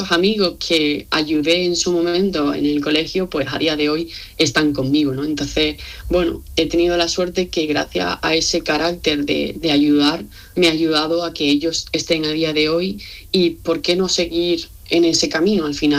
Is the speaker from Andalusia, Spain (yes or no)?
yes; Marbella, Andalusia, Spain; Yo soy de Marbella, ciudad a pueblo, depende de cómo se mire, y es pequeño, tiene 150.000 habitantes con respecto a otras ciudades